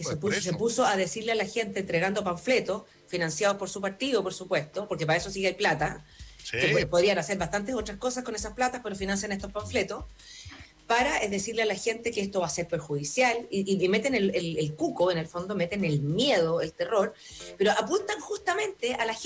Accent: Chile; now in United States; yo soy chilena

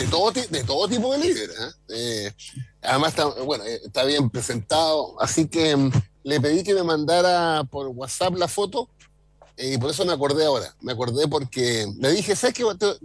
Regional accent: Chile; somos dos chilenos que públicamente hemos dicho que vamos a pagar las contribuciones hasta la muerte.

